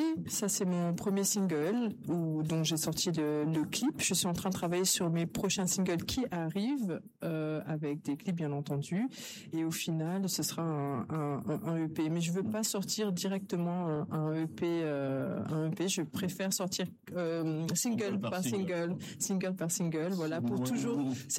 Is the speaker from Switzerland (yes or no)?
no; France; born there; de la musique française, parce que je suis née en France.